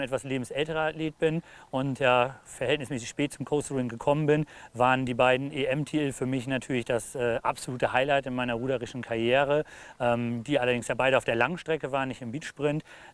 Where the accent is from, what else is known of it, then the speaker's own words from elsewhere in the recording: Lower Saxony, Germany; Ich bin Niedersachse, ich bin Polizeibeamter in Niedersachsen.